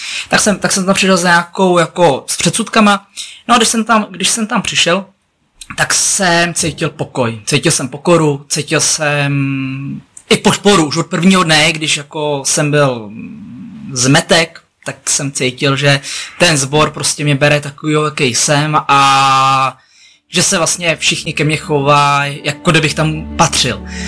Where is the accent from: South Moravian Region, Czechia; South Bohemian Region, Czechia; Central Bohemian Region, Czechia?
South Bohemian Region, Czechia; Blatná; now in Plzeň, Czech Republic; Když jsem poznal moji nynější manželku, tenkrát přítelkyni, tak jsme se stěhovali zrovna z Blatný, odkud pocházím, do Plzně.